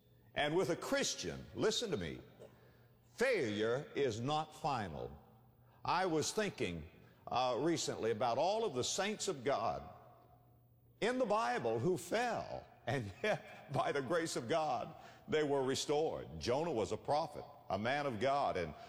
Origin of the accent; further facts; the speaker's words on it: West Palm Beach, Florida, United States; I was raised in West Palm Beach, Florida. One of the things that we loved to do in the wintertime, my brother and I, was to collect coconuts and sell them to the Yankees.